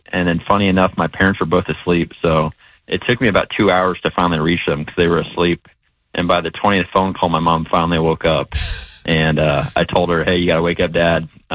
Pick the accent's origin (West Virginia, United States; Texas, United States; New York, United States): Texas, United States; born there; So, and obviously I was born in Texas, so it was kind of a homecoming of some sorts.